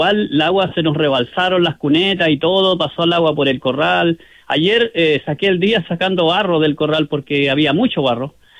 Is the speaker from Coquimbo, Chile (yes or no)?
yes; Illapel, Coquimbo, Chile; Yo soy de Illapel y...